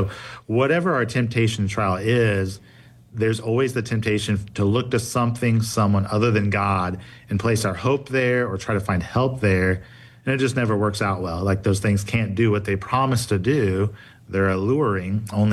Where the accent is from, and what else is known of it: United States